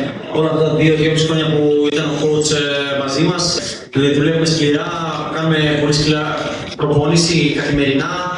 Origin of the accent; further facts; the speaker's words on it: Northern Greece, Greece; εγώ σαν παιδί της Βόρειου Ελλάδας είμαι πάρα πολύ χαρούμενος. Παίζω σχετικά στα μέρη μου.